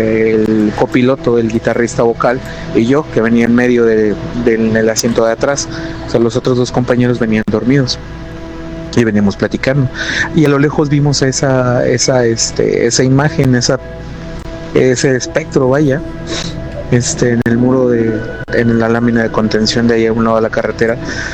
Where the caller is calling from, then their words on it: Chilpancingo, Guerrero, Mexico; aquí de Chilpancingo, Guerrero, de donde les mando el audio.